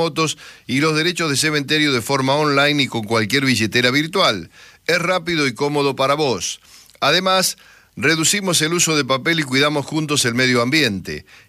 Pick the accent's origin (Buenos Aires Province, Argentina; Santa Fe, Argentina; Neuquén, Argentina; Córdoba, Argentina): Buenos Aires Province, Argentina; 25 de Mayo; born or raised there; now in Buenos Aires, Argentina